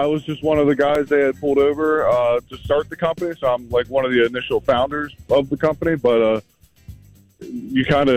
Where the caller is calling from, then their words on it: United States; from E-Town.